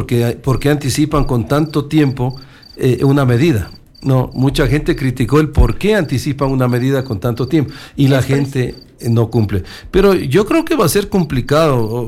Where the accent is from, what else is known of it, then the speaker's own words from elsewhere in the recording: Ecuador; como ecuatoriano de bien